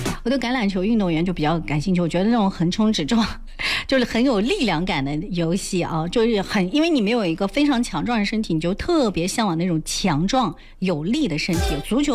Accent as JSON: {"language": "Chinese", "country": "China", "said": "我们中国人不都是黄皮吗，"}